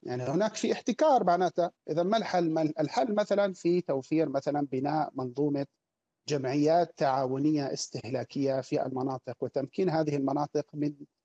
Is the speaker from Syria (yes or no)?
no; Kuwait; يعني عندنا في الكويت الجمعيات التعاونية دائما ما تقدم أسعار أقل من الأسعار الموجودة مثلا في السوبر ماركتس أو القطاع الخاص.